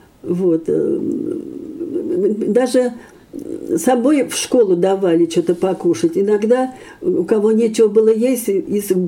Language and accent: Russian; Moscow, Russia; born there; Родилась я в Москве, в нашем любимом городе, в 1940 году, 28 января.